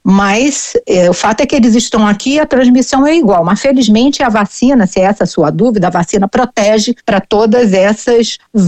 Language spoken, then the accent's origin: Portuguese; Rio de Janeiro, Brazil; Eu, por exemplo, sou do Rio e nós não temos essa orientação.